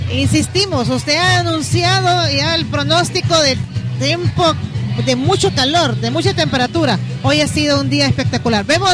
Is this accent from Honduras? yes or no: yes; Honduras; nuestros valores como hondureños